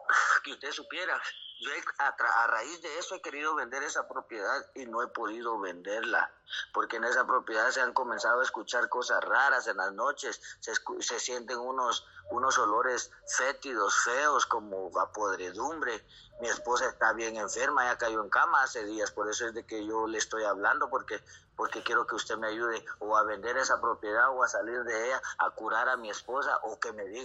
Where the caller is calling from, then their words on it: Parramos, Chimaltenango, Guatemala; Yo le llamo de aquí de Páramos, Chimaltenango.